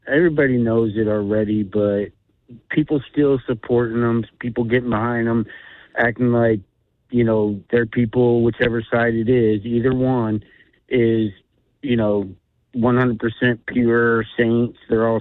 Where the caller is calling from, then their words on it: Chicago, Illinois, United States; I'm from Chicago.